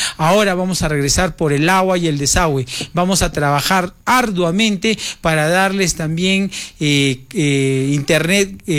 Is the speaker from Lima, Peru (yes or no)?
no; Arequipa, Peru; como buen arequipeño, como buen yanahuarino